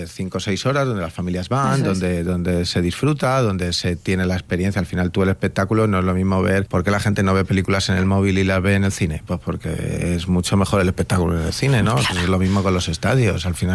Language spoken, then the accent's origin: Spanish; Spain